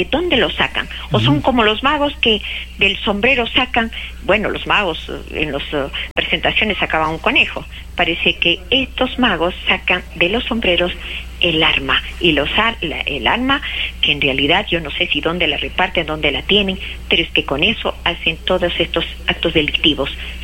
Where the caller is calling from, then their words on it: Arequipa, Peru; nuestra idiosincrasia arequipeña